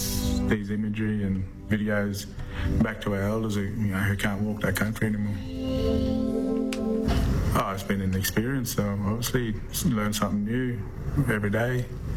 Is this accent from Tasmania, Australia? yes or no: no; Toowoomba, Queensland, Australia; I'm from Toowoomba, traditional country around Roma, Mitchell area.